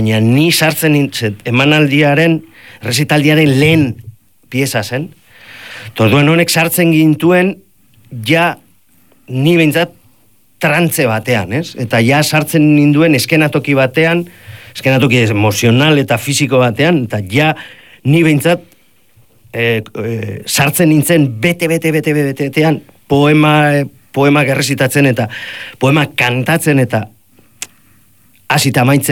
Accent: Basque Country, Spain; oso nire haurtzarora, ni euskaldun izateko nire modura eroaten nau

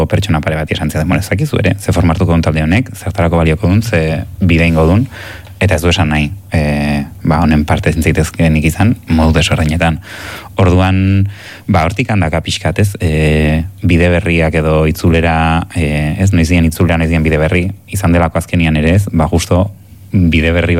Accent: Oiartzun, Basque Country, Spain; moved away; nere herria maite dut, Oiartzun

